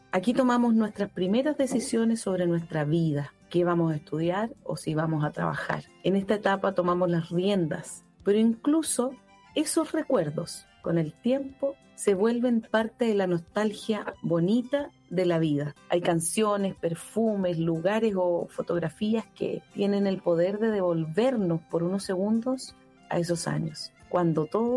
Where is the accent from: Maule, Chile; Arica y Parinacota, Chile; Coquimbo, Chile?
Maule, Chile; Chanco; Estábamos en esa escuelita que yo les comentaba, la escuela 620 de Chanco, porque yo soy oriunda de Chanco, cerca de Peyúgue, Cauquenes.